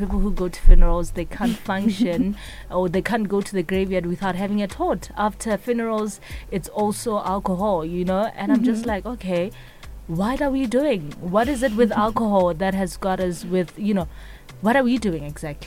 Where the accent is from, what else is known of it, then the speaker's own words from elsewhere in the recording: South Africa; You know how we are as South Africans